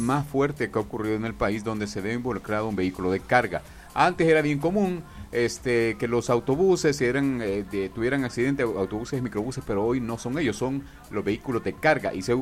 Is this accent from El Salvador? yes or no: yes; El Salvador; Siempre, no sé por qué, pero como salvadoreños tenemos esa situación que somos, apagamos incendios y no los prevenimos.